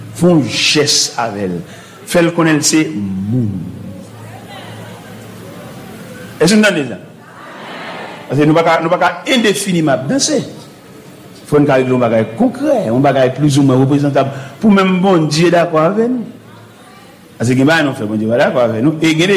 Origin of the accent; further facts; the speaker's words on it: Haiti; nous même haïtien chrétien